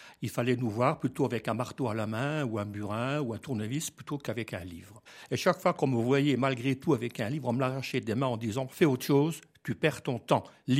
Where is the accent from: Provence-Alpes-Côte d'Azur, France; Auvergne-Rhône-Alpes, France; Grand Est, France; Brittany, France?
Grand Est, France; Metz; Je suis né à Metz, donc dans une ville. Mais mon père est décédé lorsque j'avais un an et demi. Donc, j'ai été élevé par mes grands-parents qui parlaient à peine le français. C'est pour ça que je le parle très bien maintenant et que j'écris en français.